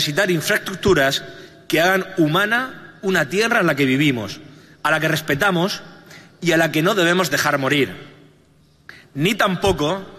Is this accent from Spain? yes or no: yes; Region of Murcia, Spain